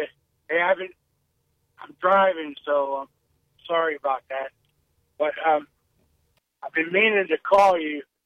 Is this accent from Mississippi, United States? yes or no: no; Shalersville, Ohio, United States; No, I'm not. I'm up from the Shalersville, Manaway area.